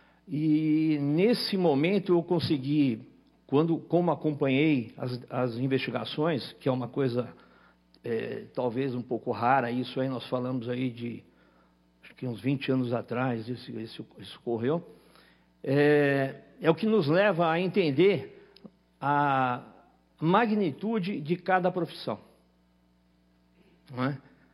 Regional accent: Mogi das Cruzes, São Paulo, Brazil; eu sou de Mogi

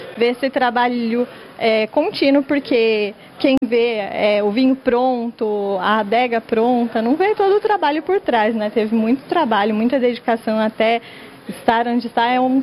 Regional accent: Jundiaí, São Paulo, Brazil; Eu sou de Jundiaí

